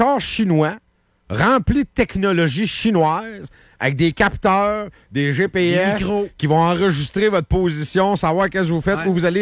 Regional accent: Quebec, Canada; je suis un Québécois

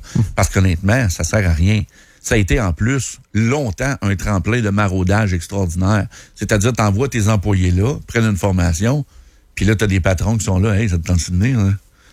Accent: Quebec City, Quebec, Canada; also born or lived in Val-Bélair; Moi, je suis né à Québec.

